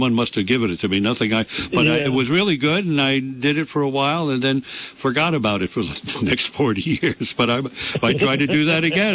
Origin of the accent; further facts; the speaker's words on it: New York City, New York, United States; When I was a kid growing up in the Bronx, I actually thought that like oranges and apples and things like that all came from Christini's or the A&P.